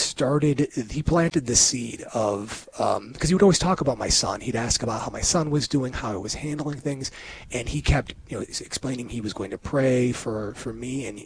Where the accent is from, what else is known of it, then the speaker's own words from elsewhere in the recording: Oconomowoc, Wisconsin, United States; And so I grew up in Oconomowoc, Wisconsin. I went to St. Bruno's, but I was not able to get confirmed because I just wasn't feeling it.